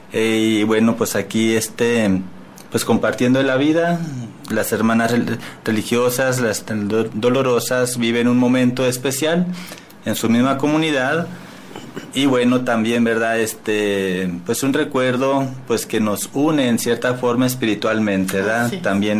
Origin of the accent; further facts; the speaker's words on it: Ciudad Juárez, Chihuahua, Mexico; Muy bien, bueno, soy originario, nativo de aquí de Ciudad Juárez, de mi papá, que es, soy hijo, el primogénito, el primero del segundo matrimonio de mi papá.